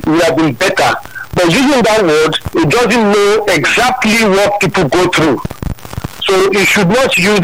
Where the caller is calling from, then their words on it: Nigeria; I'm calling from Abadi.